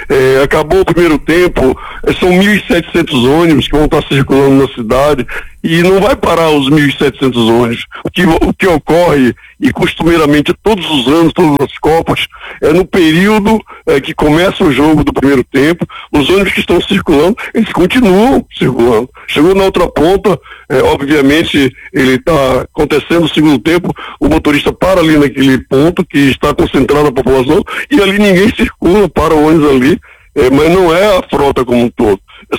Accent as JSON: {"language": "Portuguese", "country": "Brazil", "said": "Somos brasileiros, somos nacionalistas"}